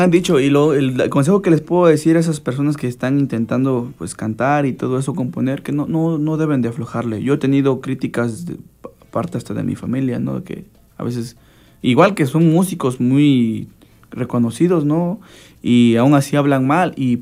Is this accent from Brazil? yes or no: no; Mexico; born there; Y el 8 allá por mi pueblo, por San Rafael La Paz